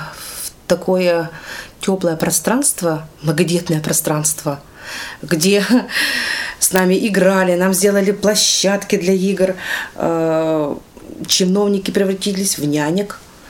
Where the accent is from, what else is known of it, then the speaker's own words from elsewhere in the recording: Krasnoufimsk, Sverdlovsk Oblast, Russia; moved away as an adult; now in Yekaterinburg, Russia; я родом из Красноуфимска.